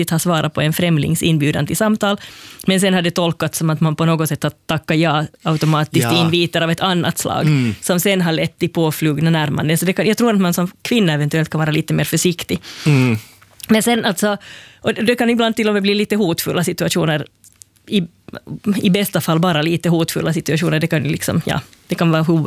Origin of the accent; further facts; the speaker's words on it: Finland; Och så berättade jag att jag var från Finland.